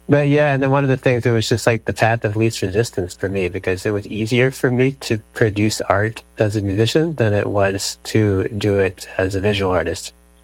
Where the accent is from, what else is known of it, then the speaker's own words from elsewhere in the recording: Atlanta, Georgia, United States; I'm from Atlanta originally in Georgia.